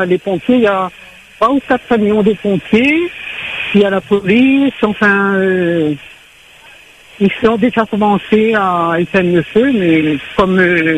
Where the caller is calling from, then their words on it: Réunion; on habite à la Bretagne, au chemin Bois Rouge, au jardin arrosé.